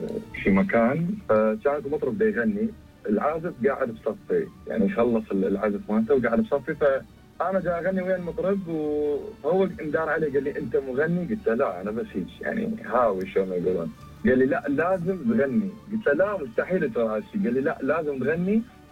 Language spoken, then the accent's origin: Arabic; Basra, Basra Governorate, Iraq; accent: Basra dialect; moved away as an adult; also born or lived in Jordan / Melbourne; now in Sydney, Australia; لأنه أنا يعني من البصرة، لهجتنا بالبصرة شوية ثقيلة، يعني الحروف مالتها ثقيلة.